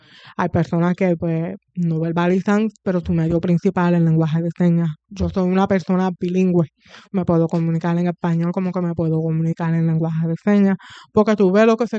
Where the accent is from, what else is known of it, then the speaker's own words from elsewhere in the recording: Ponce, Puerto Rico; Yo soy la que le digo empanadilla, porque yo vengo de Ponce, pero pues acá le dicen este pastelillo.